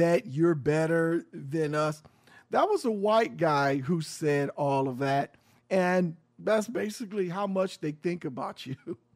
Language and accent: English; Ohio, United States; running for governor in my home state of Ohio.